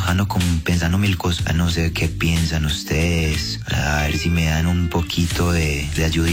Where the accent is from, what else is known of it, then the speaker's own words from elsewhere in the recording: San Andrés de Cuerquia, Antioquia, Colombia; moved away as an adult; now in Medellín, Colombia; A ver, yo soy de un pueblo, soy de San Andrés de Cuerquia. Terminé para Medellín hace 2 años, probar suerte y a estudiar en la Universidad de Envigado.